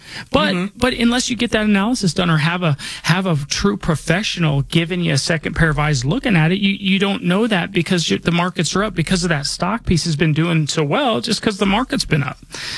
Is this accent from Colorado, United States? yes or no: yes; Denver, Colorado, United States; I was born and raised here in Denver. I'm not just licensed here. This is where I call home.